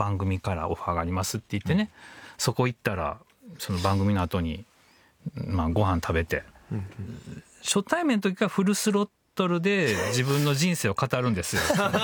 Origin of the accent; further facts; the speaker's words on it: Osaka, Japan; 僕は本当大阪出身なんですけれども